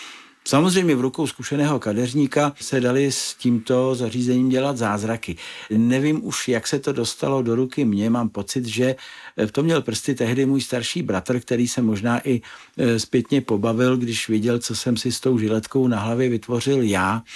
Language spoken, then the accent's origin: Czech; Prague, Czechia; poslední třídu základní devítileté školy tady u nás v Praze na Hanspalce v Sušické ulici.